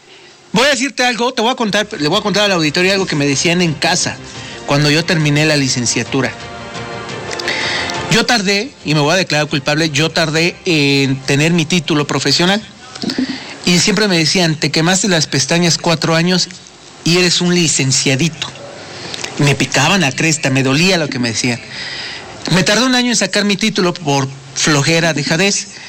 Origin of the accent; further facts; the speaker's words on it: Mexico; lo tenemos que reconocer como mexicanos